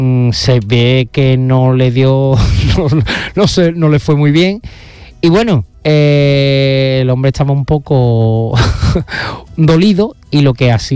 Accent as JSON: {"language": "Spanish", "town": "Alcalá de Guadaíra", "region": "Andalusia", "country": "Spain", "tie": "born or raised there", "also_born_or_lived": "Seville", "said": "Yo nací en el Virgen del Rocío. Uh-huh. Pero bueno, mi residencia está en Alcalá de Guadaira desde pequeño. Soy alcalareño. Sevillano y alcalareño."}